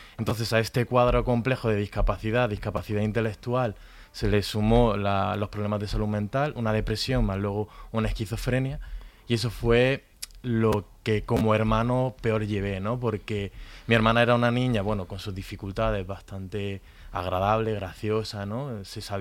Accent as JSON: {"language": "Spanish", "town": "Granada", "region": "Andalusia", "country": "Spain", "said": "Yo soy de Granada, ¿no?"}